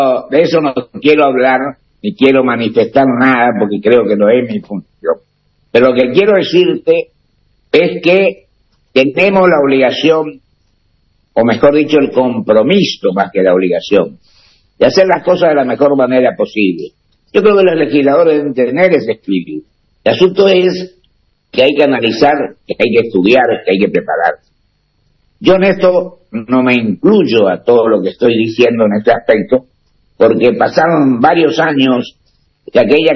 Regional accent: San Luis del Palmar, Corrientes, Argentina; en San Luis del Palmar, que es mi pueblo.

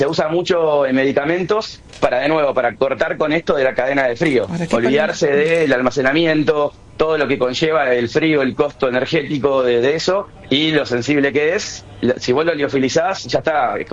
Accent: Mar del Plata, Buenos Aires Province, Argentina; No somos nada. De hecho, yo soy de Mar del Plata y él, entiendo que de Córdoba.

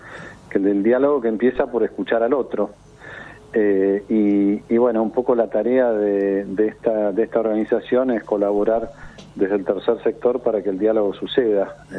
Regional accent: Argentina; Y me parece que como argentinos es un enorme regalo tener la posibilidad de, aunque sea por tres días, tener a un papa en la región, tener un papa en Argentina

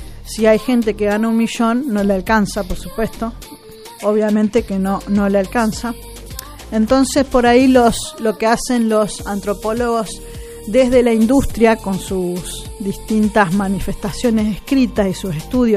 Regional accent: Argentina; ¿Cómo pensamos nuestra industria como argentinos, nuestra productividad, que no solamente es para nosotros, sino para el resto de la humanidad, que desde este lugar, desde Argentina, también podría exportar si hubiera más producción?

